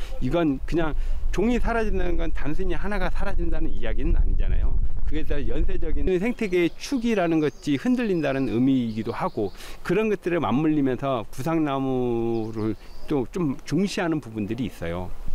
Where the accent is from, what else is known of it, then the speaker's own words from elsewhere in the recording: Seogwipo, Jeju, South Korea; 제가 고향이 제주도 서귀포입니다. 우리 동네에서는 쿠살이라 부르고요.